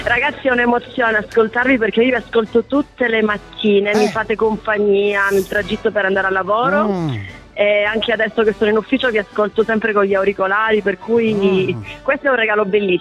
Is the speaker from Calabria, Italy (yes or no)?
yes; Calabria, Italy; now in Bologna, Italy; No, io sono originaria della provincia di Reggio Calabria. Sto a Bologna da ormai 18 anni, quindi...